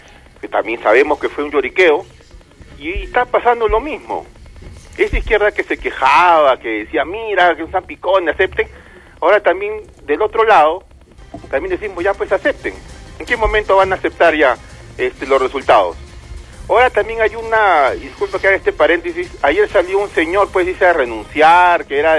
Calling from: Peru

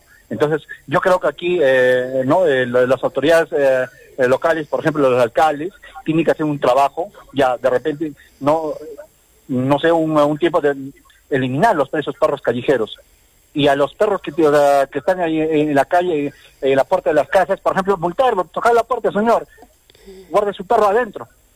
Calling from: Arequipa, Peru; Soy vecino de Mariano Melgar.

